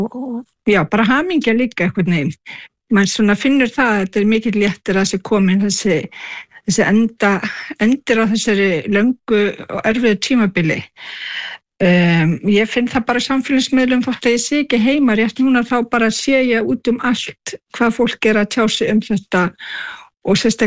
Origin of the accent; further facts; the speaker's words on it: South Greenland, Greenland; sem ég kem frá Suður-Grænlandi